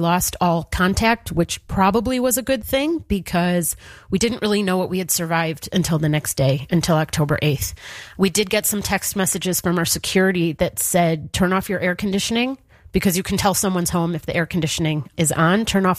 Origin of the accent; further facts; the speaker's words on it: Chicago, Illinois, United States; now in Israel; Growing up in Chicago, we had snow days. And on the Gaza border, you have rocket days.